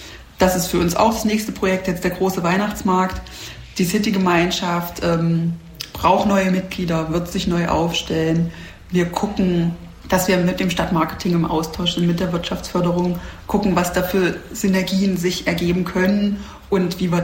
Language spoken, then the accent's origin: German; Halle, Saxony-Anhalt, Germany; Die Sache mit den Hotels ist auch wieder was man als Hallenser ja gar nicht so mitbekommt